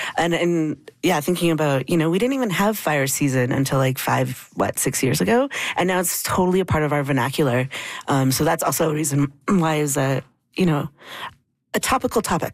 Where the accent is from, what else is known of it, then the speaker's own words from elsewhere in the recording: Edmonton, Alberta, Canada; I grew up in Edmonton, and there's a Edmonton public string program.